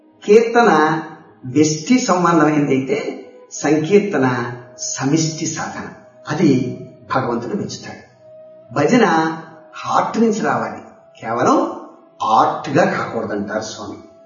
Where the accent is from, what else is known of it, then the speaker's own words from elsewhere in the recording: Kolamuru, Andhra Pradesh, India; 1963 నా చిన్నతనం. రాజమహేంద్రికి సమీపంలో ఉన్నటువంటి మా స్వగ్రామం కోలమూరు.